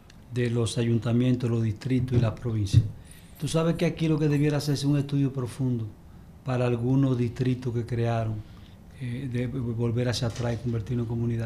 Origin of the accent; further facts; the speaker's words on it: Moca, Espaillat, Dominican Republic; born there; la comunidad donde yo nací, que es la Entrada de la Reina, se convirtió en distrito.